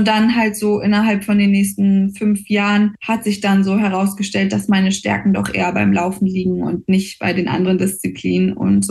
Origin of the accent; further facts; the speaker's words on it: Berlin, Germany; moved away as an adult; also born or lived in Brandenburg; now in Frankfurt, Germany; Also ich komme gebürtig aus Berlin, muss man dazu sagen, und habe bis zu meinem 21. Geburtstag in Berlin auch gewohnt und bin dann erst quasi nach Frankfurt gezogen und dort natürlich auch in die Schule gegangen.